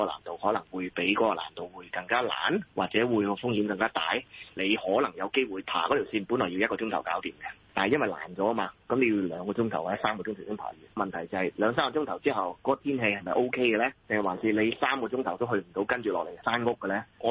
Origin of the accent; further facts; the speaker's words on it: Hong Kong; 我哋香港人